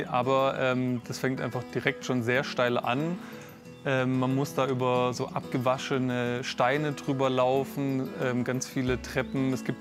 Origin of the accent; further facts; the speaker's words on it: Vorarlberg, Austria; Also bei uns im Ländle kann man ja jetzt nicht endlos Höhenmeter machen.